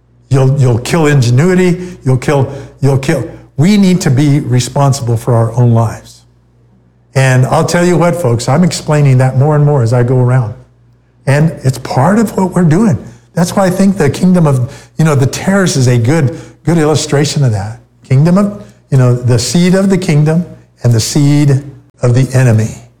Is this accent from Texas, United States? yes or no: no; Michigan, United States; I am offended that you even mentioned my hometown, Michigan.